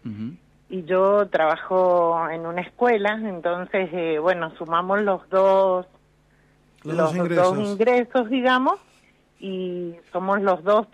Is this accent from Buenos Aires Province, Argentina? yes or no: no; Rivadavia, Mendoza, Argentina; Nosotros somos del este, de Rivadavia.